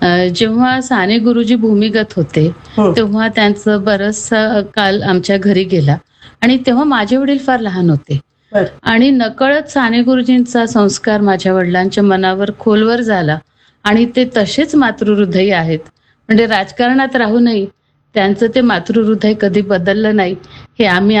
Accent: Chopda, Maharashtra, India; माझं माहेर जळगाव जिल्ह्यातलं चोपडा येथील. आम्ही सगळे मोठ्या एकत्र कुटुंबात वाढलो

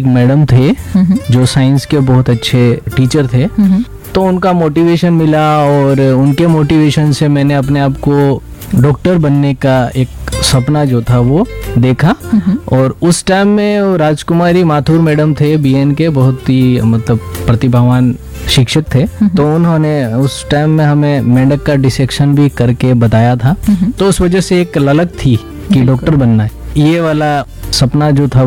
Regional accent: Rajasthan, India; born there; also born or lived in Udaipur, Rajasthan

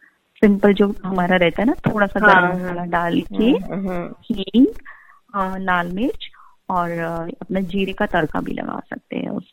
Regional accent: Rajasthan, India

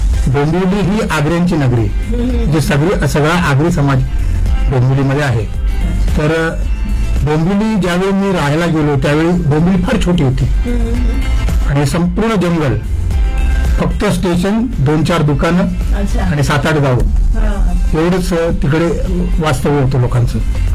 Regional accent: Mumbai, Maharashtra, India; मी आधी मुंबईत राहायचो. वरळी कोळीवाडा हे माझं गाव आणि कोळीवाडा म्हटलं की संपूर्ण कोळ्यांचं गाव होते

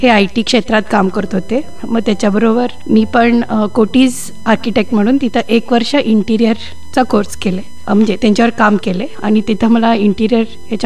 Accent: Belgaum, Karnataka, India; also born or lived in Bangalore / Goa; मी मूळची बेळगावचीच. माझं शिक्षण, शाळेचं शिक्षण मराठी विद्यानिकेतन मराठी मीडियम मधून झालं. त्याच्यानंतर माझं आर्किटेक्चर कॉलेज शिक्षण हे JIT गोगटे इन्स्टिट्यूट उद्यमबाग इथून

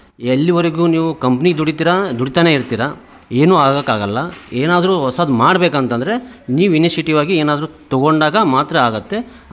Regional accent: Hubli, Karnataka, India; now in Shivamogga, India; ನಾವು ಬಂದ್ಬಿಟ್ಟು ಹುಬ್ಳಿಯವರು.

